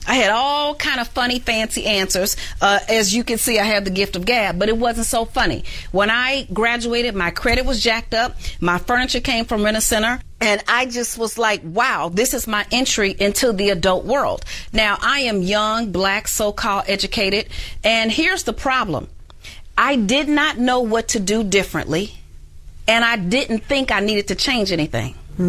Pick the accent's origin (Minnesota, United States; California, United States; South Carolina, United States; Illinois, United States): Illinois, United States; Chicago; I was born and raised in Chicago. As a matter of fact, my grandmother was 75 years old, cleaning homes for wealthy people, putting me through college.